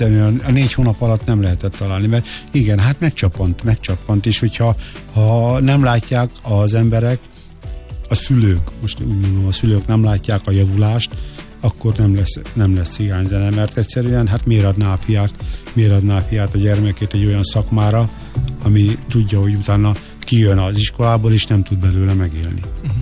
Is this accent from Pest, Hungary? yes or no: no; Törökszentmiklós, Jász-Nagykun-Szolnok, Hungary; born there; Törökszent Miklóson születtem